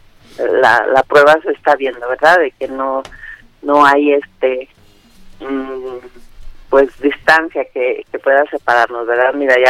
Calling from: Ameca, Jalisco, Mexico; Vivo en Ameca y tengo mi ranchito y está solita por allá.

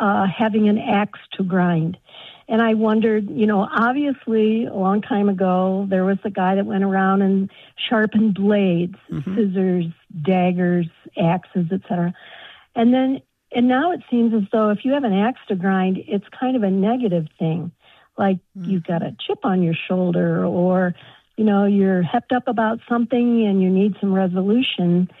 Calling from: Grand Rapids, Ohio, United States; I'm calling from Grand Rapids, Ohio. It's just a small community west of Toledo, Ohio.

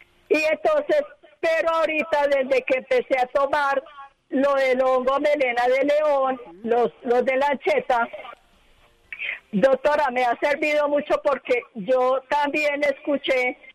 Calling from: Bogotá, Colombia; De aquí, del barrio Castilla, en Bogotá.

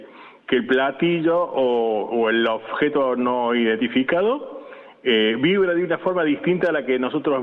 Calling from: Villa Allende, Córdoba, Argentina; de Villa Allende, Córdoba.

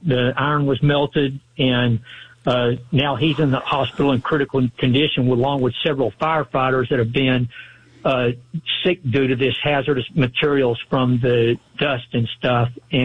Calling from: Dallas, Texas, United States; And I'm calling from Dallas, Texas

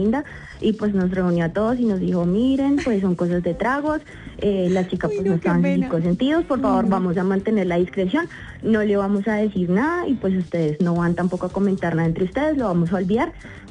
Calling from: Bogotá, Colombia; Desde Bogotá

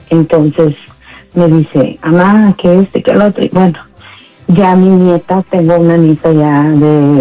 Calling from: Mexico; en nuestro país, al menos en México

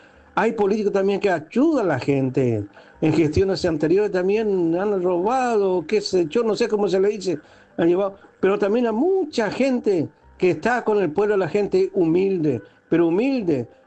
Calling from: Eldorado, Misiones, Argentina; Acá mateando en la exuberante vegetación de la Tierra Roja de El Dorado, Misiones. … acá en la Guardia de Cerrón

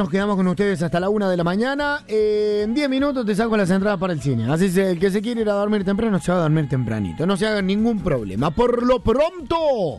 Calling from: Trenque Lauquen, Buenos Aires Province, Argentina; de Trenkelauken.

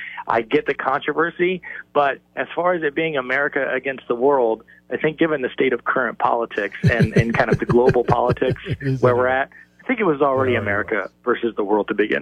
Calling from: United States; as an American

